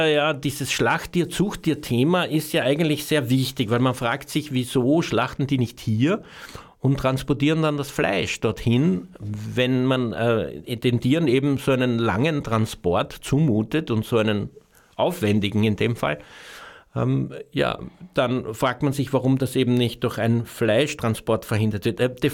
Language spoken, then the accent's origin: German; Austria; Naja, bei uns in Österreich werden ja Stiere geschlachtet